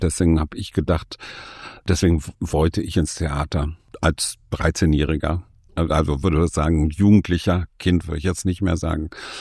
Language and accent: German; Berlin, Germany; Also ich bin Westberliner, bin an der Sonnenallee aufgewachsen